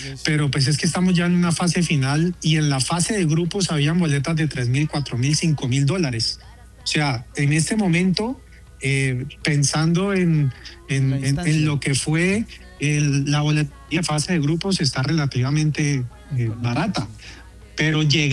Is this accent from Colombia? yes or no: yes; Colombia; obviamente somos colombianos, somos futboleros